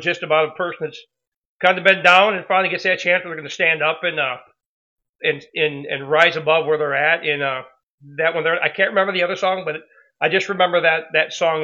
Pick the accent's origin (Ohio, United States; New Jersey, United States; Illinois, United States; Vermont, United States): Illinois, United States; Marseilles; Born and raised in Marseilles, Illinois. I've been back and forth to, like, Arizona a few times, but there's no place like a home, they say, so I'm back in Marseilles, and I went to Marseilles High School, graduated in 1979.